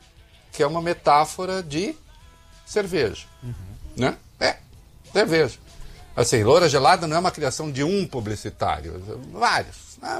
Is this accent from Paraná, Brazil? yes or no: no; Dois Córregos, São Paulo, Brazil; moved away; Dois Córregos é a minha terra natal, uma terra de bravos, uma terra de valentes, né? É, gloriosa cidade de 25, 26 mil habitantes.